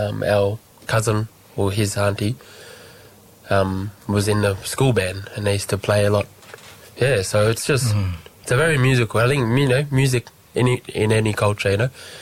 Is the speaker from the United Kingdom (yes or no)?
no; Australia; living next to the lake, it means a lot for us growing up in Kapuyak itself. It's a beautiful community.